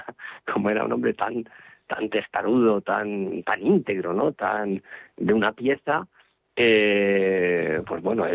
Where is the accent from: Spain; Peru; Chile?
Spain; Pues bueno, como españoles sabemos que la leyenda negra tiene una sombra muy